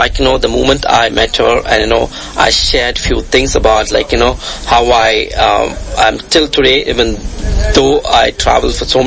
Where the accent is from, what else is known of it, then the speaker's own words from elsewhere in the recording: India; English is a second language; moved away as an adult; also born or lived in Australia; now in Canada; I was born and raised in India. Right. Then, you know, moved out of the country in 2006 for my higher studies to Australia. Lived there for 5 years and then moved to Canada in 2012 and made Canada as my home.